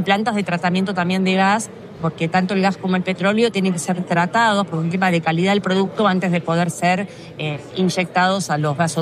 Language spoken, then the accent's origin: Spanish; Argentina